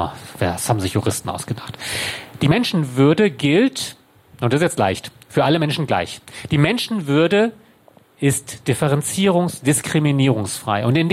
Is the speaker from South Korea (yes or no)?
yes; South Korea; now in Germany; Ich bin Deutscher. Ich war mal Koreaner. Ich bin deutscher Staatsbürger. Keine Doppelstaatsbürgerschaft gibt's.